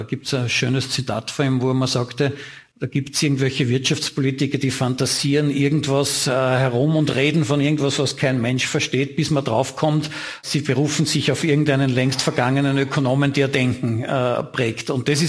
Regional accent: Laakirchen, Upper Austria, Austria; also wo ich herkomme, Lackirchen, Steirermühl. Wir haben 3 Papierfabriken oder 2 zumindest dort

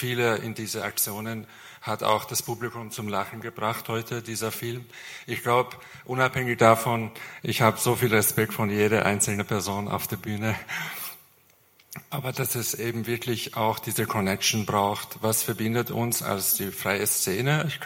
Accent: Tehran, Tehran Province, Iran; Ich bin auch in Teheran aufgewachsen und ich sehe da natürlich die Proteste

